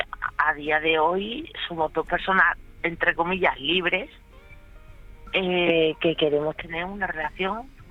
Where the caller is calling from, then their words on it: Badajoz, Extremadura, Spain; Yo soy de Badajoz